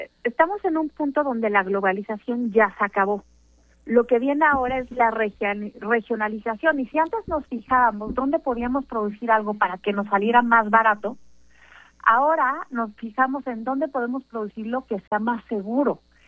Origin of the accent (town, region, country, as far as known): Mexico